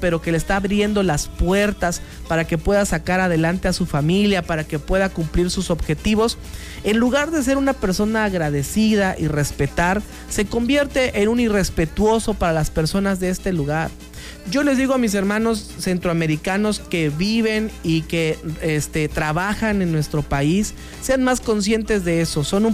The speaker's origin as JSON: {"language": "Spanish", "region": "Chiapas", "country": "Mexico", "said": "¿dónde está nuestra garantía como mexicanos, como chiapanecos, de nuestra integridad?"}